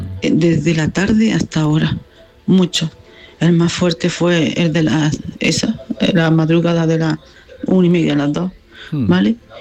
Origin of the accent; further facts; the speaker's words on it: Granada, Andalusia, Spain; Hola, y bien. Soy de Granada. Pues he de decir que a mis 63 años no he pasado más miedo en mi vida.